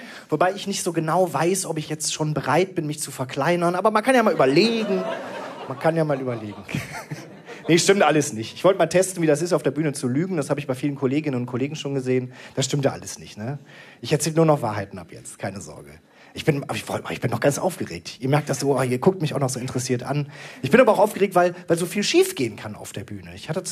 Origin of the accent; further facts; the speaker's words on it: Krefeld, North Rhine-Westphalia, Germany; Denn ich bin aufgewachsen in der Nähe von Paris. In Krefeld.